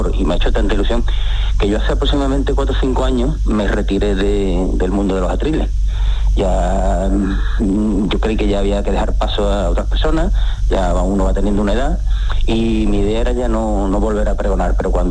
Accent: Jerez de la Frontera, Andalusia, Spain; yo soy de Jerez.

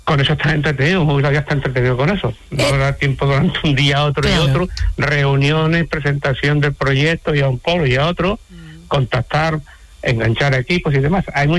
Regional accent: Prado del Rey, Andalusia, Spain; Yo sí, sí, soy de Prado de Rey.

